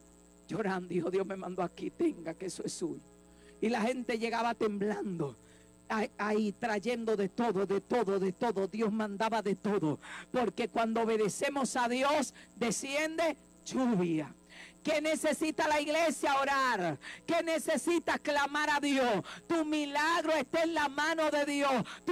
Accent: Dominican Republic; nosotros como dominicanos

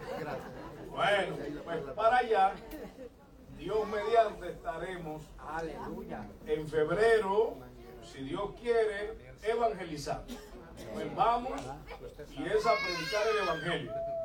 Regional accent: Dominican Republic; moved away; yo soy dominicano. Acá tengo como 32 años.

